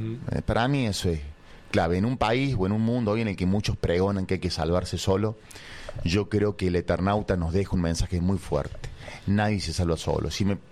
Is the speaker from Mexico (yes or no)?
no; Argentina; Gente común. Los argentinos, lo que somos los argentinos.